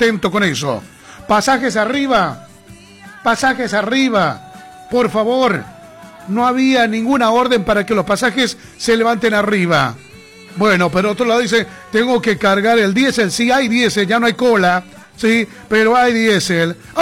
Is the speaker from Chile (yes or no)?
no; Bolivia; acá no hay distinción porque todos somos bolivianos.